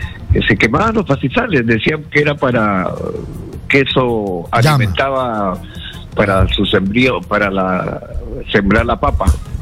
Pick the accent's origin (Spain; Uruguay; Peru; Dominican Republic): Peru; Yungay, Ancash; born there; moved away; yo lo veía de niño en Yungay, en la zona de la Cordillera Negra